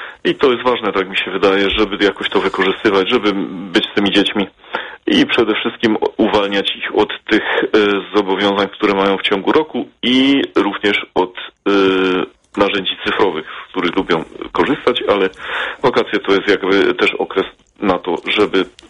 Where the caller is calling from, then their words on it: Bavaria, Germany; u nas w Bawarii